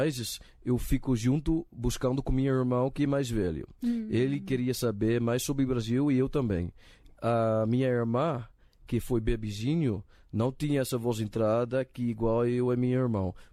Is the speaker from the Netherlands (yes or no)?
yes; Netherlands; Portuguese is a second language; also born or lived in Brazil; Quando eu fui criado na Holanda